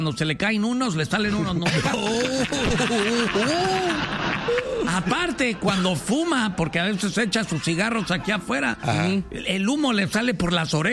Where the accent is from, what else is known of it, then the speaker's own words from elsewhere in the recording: Mexico; Ah, puro mexicano aquí, Mexican homie.